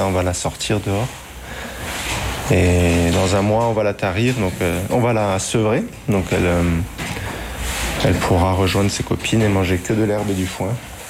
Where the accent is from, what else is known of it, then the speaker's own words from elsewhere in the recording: Provence-Alpes-Côte d'Azur, France; Oui, moi la nature, j'ai grandi dans la forêt sans aucun voisin. Donc, je suis originaire de la Provence.